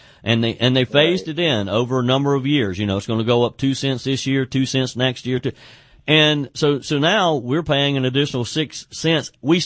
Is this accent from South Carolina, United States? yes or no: yes; South Carolina, United States; my home state of South Carolina